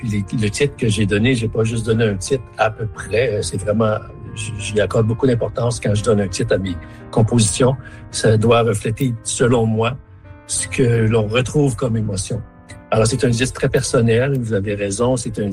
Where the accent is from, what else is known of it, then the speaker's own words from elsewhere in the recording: Smooth Rock Falls, Ontario, Canada; je suis né à Smooth Rock Falls, c'est le village du nord de l'Ontario. Et comme intérêt, quand on était un petit garçon à Smooth Rock Falls, il y avait à peu près que jouer au hockey.